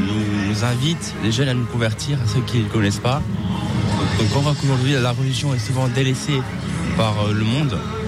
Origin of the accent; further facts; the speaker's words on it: Pau, Nouvelle-Aquitaine, France; Alors moi, je viens de Pau et je viens avec le diocèse de Bayonne.